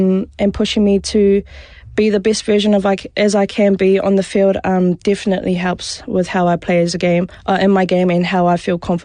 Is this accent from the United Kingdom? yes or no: no; New Zealand; So because I grew up in Te Ao Māori and my nieces and nephews can speak Māori